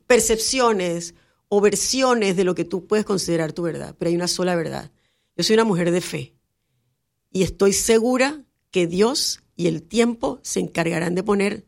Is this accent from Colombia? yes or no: no; Panama; todos somos panameños.